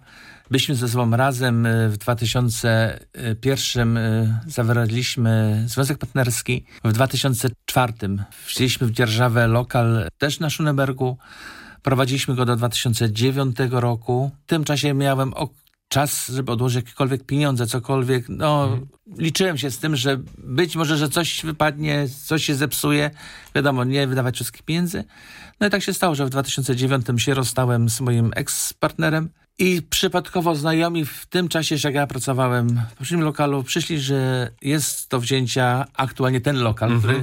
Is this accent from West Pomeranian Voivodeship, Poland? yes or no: yes; Szczecin, West Pomeranian Voivodeship, Poland; now in Berlin, Germany; No jak przyjechałem to z Polski, ze Szczecina, to całkiem inny świat.